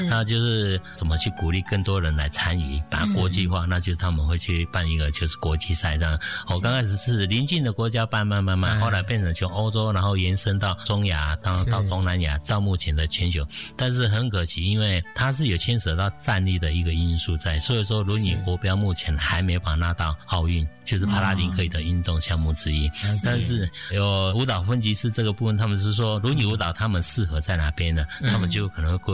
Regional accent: Taichung, Taiwan; moved away as an adult; also born or lived in Kaohsiung; now in Taipei, Taiwan; 我是台中长大的小孩子，然后第一个工作是在高雄，后来有机会到台北。

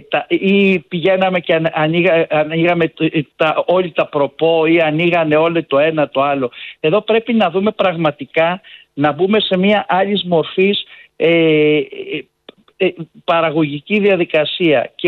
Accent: Greece; σαν Έλληνες

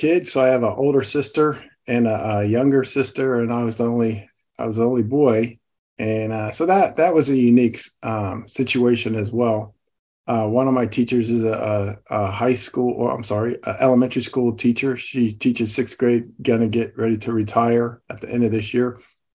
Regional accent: Maryland, United States; also born or lived in New Jersey / Illinois / Hawaii / Indiana; I was born in Maryland, lived in New Jersey, went to Illinois, lived in Hawaii, lived in Indiana, lived in Maryland, and that's where I ended up going to school.

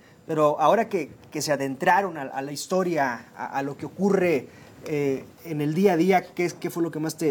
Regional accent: Mexico; pues conocemos los mercados porque somos mexicanos.

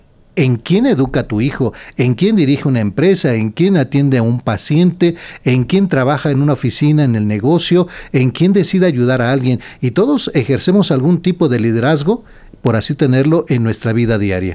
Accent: Mexico; como mexicanos tenemos ese orgullo

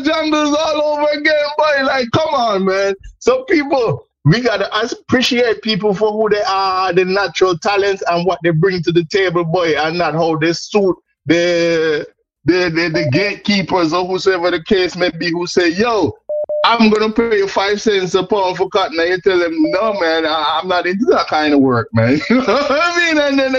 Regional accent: Montserrat; because you have to realize I'm from Montserrat, boy, and people want to tell me how to talk, how I should walk, how I should carry myself to be successful.

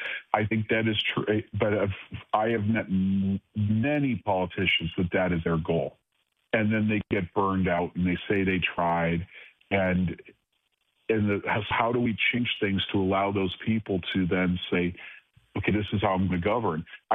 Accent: Cleveland, Ohio, United States; Back in my Tea Party days, I remember a guy, Dave Zupan, in Cleveland, Ohio. My hometown, someone

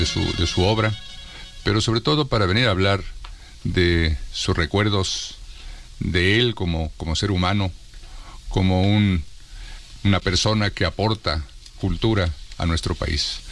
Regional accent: Mexico; Quizá nuestra música es de lo poco que tenemos muy propio y que nos conforta y que nos ayuda y que nos hace sentirnos con un gran sabor de pertenencia, ¿no? Como

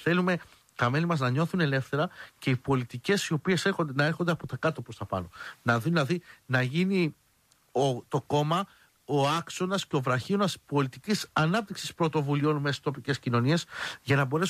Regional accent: Kapandriti, Attica, Greece; Να μην πηγαίνουμε στην οργάνωση μελών καπαδρυτίου, σας λέω που είναι το χωριό μου

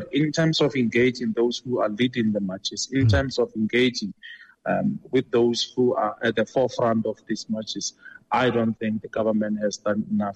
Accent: South Africa; I am not allowed to do that as a South African.

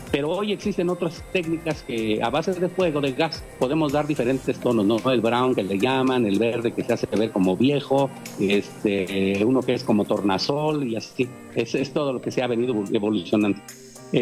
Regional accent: Santa Clara del Cobre, Michoacán, Mexico; Pues sí, soy de Santa Clara de Cobre, Michoacán, el único lugar donde con orgullo enseñamos el cobre

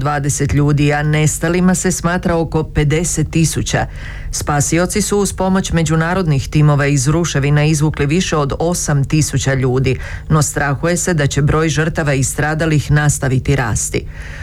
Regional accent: Croatia; Mi smo Hrvati, mi smo prvaci.

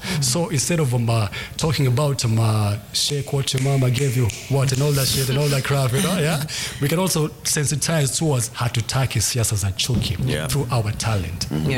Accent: Kenya; The same way we Kenyans, we need to be proud of who we be.

